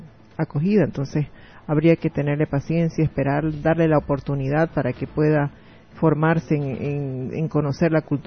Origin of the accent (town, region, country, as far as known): Santa Cruz, Bolivia